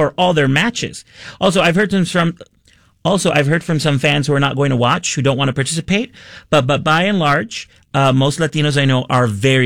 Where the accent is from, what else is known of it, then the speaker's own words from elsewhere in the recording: New York, United States; you know, I'm originally from New York, and I'm very excited about the Knicks in the NBA Finals.